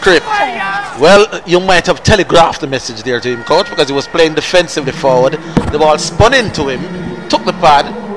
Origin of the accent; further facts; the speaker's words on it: Jamaica; as a Jamaican